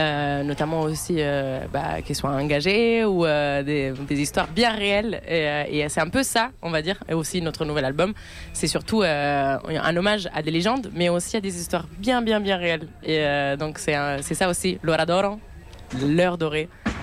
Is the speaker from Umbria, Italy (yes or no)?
yes; Perugia, Umbria, Italy; c'est un vrai lieu qui existe en Italie, d'ailleurs à côté de chez moi, à Perugia, au centre de l'Italie.